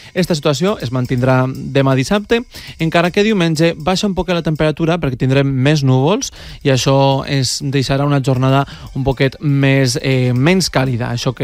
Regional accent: Casas Bajas, Valencian Community, Spain; Cases Bajas, per exemple, al meu poble

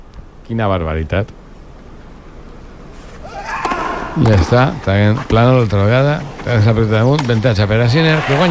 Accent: Spain; Es que, como somos españoles, yo soy más de Joma.

